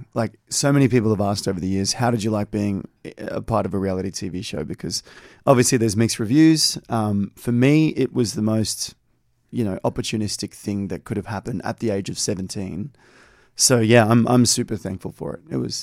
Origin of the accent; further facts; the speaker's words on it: Cairns, Queensland, Australia; moved away as an adult; now in Melbourne, Australia; I was originally from Cairns. So I moved to Melbourne and I was really kind of lost because I didn't know anybody when I moved here.